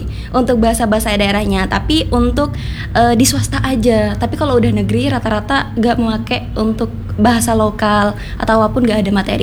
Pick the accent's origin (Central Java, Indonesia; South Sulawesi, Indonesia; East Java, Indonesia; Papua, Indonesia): East Java, Indonesia; Sumenep; Kebetulan di sini kan saya dari Sumenep ya, Bapak ya.